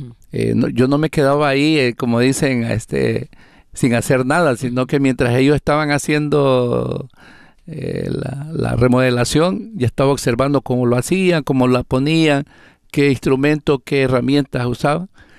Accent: El Salvador; moved away; also born or lived in Los Angeles, California; Yo soy de El Salvador. Oh. Yo viajé de El Salvador a Los Ángeles. Estuve por 8 años.

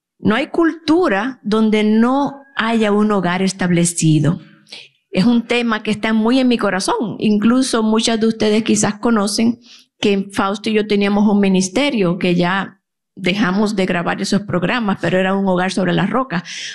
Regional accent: Dominican Republic; now in United States; Aquí hay dominicanas. ¡Wey! ¡Sí, mis compatriotas!

